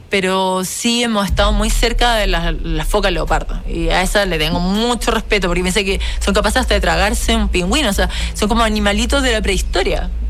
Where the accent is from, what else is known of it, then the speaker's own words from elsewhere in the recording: Chile; como chilenos tenemos una relación con Antártica